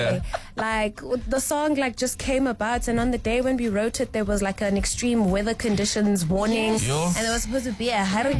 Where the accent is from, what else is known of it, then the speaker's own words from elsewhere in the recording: South Africa; because we were like the only South Africans on that island